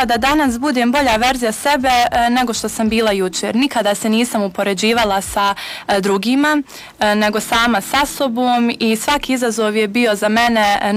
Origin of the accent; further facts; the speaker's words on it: Vareš, Federation of Bosnia and Herzegovina, Bosnia & Herzegovina; also born or lived in Sarajevo; rođena sam 2007. godine u Sarajevu, odrasla sam i školovala se u Varaš Majdanu i Varešu.